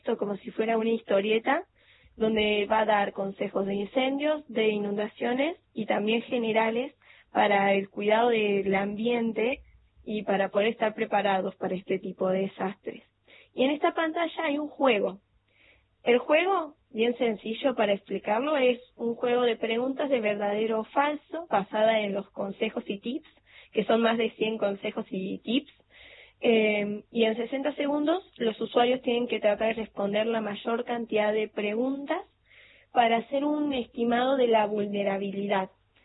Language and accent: Spanish; Villa Carlos Paz, Córdoba, Argentina; yo soy de Carlos Paz y vivo muy cerca de lo que sería la ruta Córdoba.